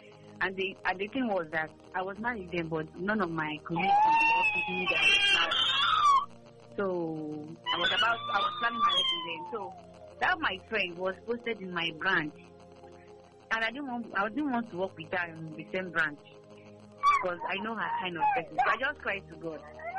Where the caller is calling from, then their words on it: Okigwe, Imo, Nigeria; I'm calling from Okigwe, sir.